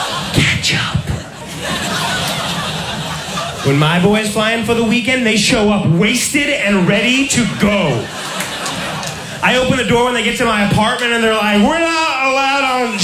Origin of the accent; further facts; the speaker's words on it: New York, United States; now in Los Angeles, United States; I'm from New York. I live in LA now